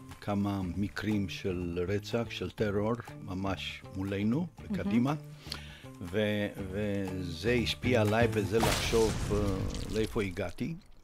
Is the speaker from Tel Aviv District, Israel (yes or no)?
no; Hadassim, Central District, Israel; Hebrew is a second language; also born or lived in Romania; גדלתי בהדסים ליד נתניה, זה היה בית ספר חקלאי עם פנימיה של עליית הנוער, ושמה למדתי בפעם הראשונה בחיים שלי עברית